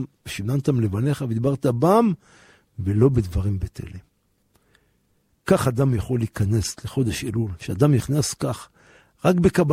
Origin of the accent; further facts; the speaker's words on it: Jerusalem, Jerusalem District, Israel; born there; אני נולדתי בשכונת בוחרים בירושלים.